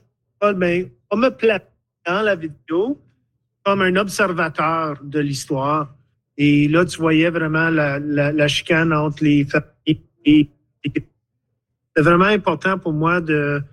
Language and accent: French; Ontario, Canada; Donc, en grandissant au Nord, mon père était camionneur.